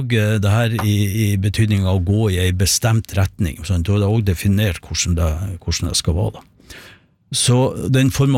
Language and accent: Norwegian; Sandnessjøen, Nordland, Norway; for det kommer vi fra Sandesjøen, og når jeg ser imot fjellene der, så ser jeg et fjell som egentlig heter Horva.